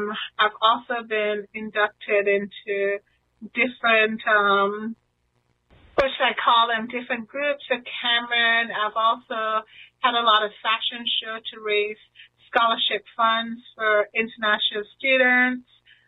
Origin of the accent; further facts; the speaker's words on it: St. Kitts & Nevis; moved away as an adult; also born or lived in St. Thomas, U.S. Virgin Islands; now in Lawton, United States; I'm from the Federation of St. Kitts and Nevis, two small islands in the Caribbean.